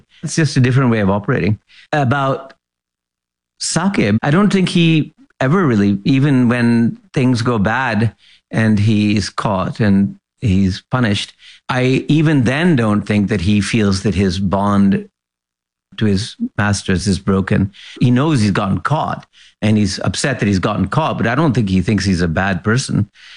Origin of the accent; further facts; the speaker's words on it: Lahore, Punjab, Pakistan; I was brought up in Lahore, and we had these you know, wonderful old, you know, they're called servants, I guess.